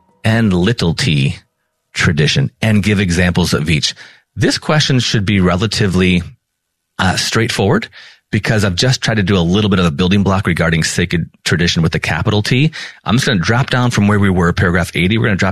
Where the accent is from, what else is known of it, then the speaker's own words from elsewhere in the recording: Minnesota, United States; I'm from Minnesota. There weren't a lot of Marian processions, at least where I grew up.